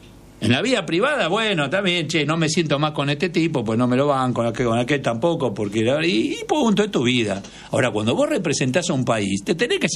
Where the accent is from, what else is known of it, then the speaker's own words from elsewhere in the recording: Argentina; nosotros como argentinos necesitamos nivelar hacia arriba